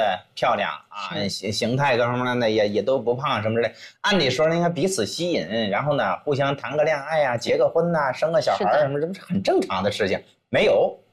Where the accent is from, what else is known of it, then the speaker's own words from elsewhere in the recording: China; 我们中国人